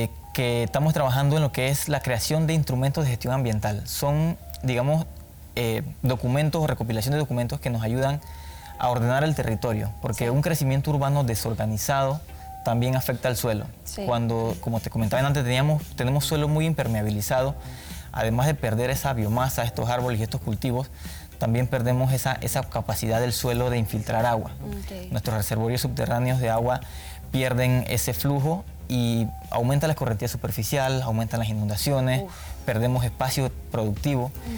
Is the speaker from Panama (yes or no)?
yes; Panama; como ciudadanía, como pueblo panameño, yo los exhorto